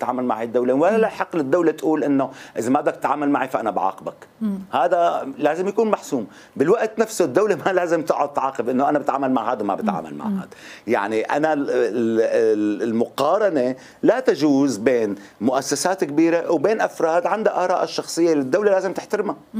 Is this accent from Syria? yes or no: yes; Syria; moved away; أنا تارك سوريا، يعني عشت برا سوريا من سنة 99، يعني صار لي 27 سنة من أول ما طلعت، أنا أعتبر أني أنا برا سوريا.